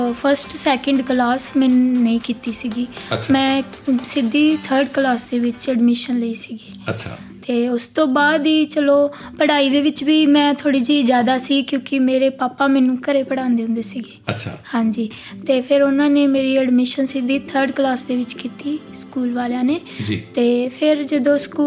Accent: Fazilka district, Punjab, India; born there; ਸੀਤੋਗੁਨੋ ਪਿੰਡ ਵਿੱਚ ਹੀ ਮੇਰਾ ਜਨਮ ਹੋਇਆ

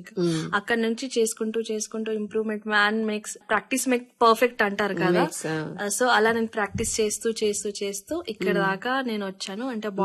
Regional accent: Adilabad, Telangana, India; also born or lived in Madharpet / Salewada / Bela; మాది బేసికల్లీ మాదర్పేట అంటే దండపల్లి దగ్గర మంచిర్యాల డిస్ట్రిక్ట్. నేను పుట్టింది మా అమ్మమ్మ వాళ్ళ ఊరు సాలేవాడలో. అక్కడ నుంచి ఇంకా మమ్మీ డాడీ వాళ్ళకి జాబ్స్ అని చెప్పేసి కొబ్బాయిలో వాళ్ళ జాబ్స్ చూసుకున్నారు. మళ్ళీ బేలాకి ట్రాన్స్ఫర్ అయ్యాం, బేలా నుండి ఆదిలాబాద్ కి ట్రాన్స్ఫర్ అయ్యాం.

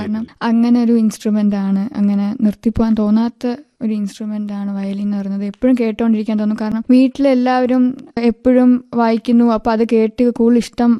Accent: Thiruvananthapuram, Kerala, India; ഞാൻ ശ്രീകണ്ഠേശ്വരം ട്രിവാൻഡ്രത്തു നിന്ന് വരുന്നു.

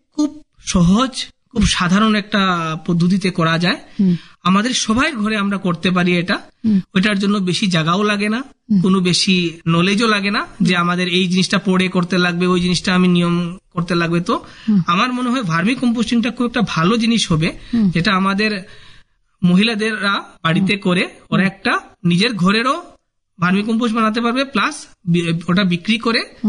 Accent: India

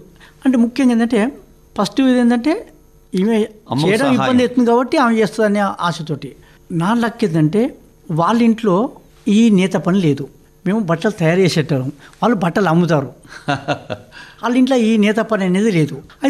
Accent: Shahajipet, Telangana, India; now in Aler, India; నా సొంత ఊరు పూర్వము నల్గొండ జిల్లా ఆలేరు మండలం షారాజీపేట.

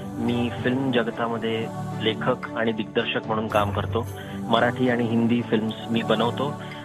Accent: Nagpur, Maharashtra, India; कारण मी मुळात नागपूरचा आहे

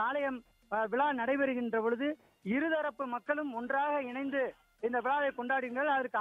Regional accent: Sulkarapatti, Tamil Nadu, India; நான் சுல்காரப்பட்டியை சேர்ந்தவர்.

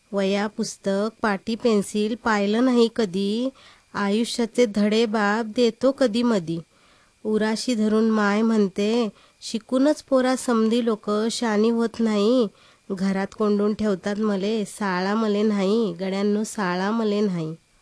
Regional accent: Kankavli, Maharashtra, India; now in Mira Road, India; Mira road इथे असते. मूळ कोकण गाव, कणकवली बिडवाडी.

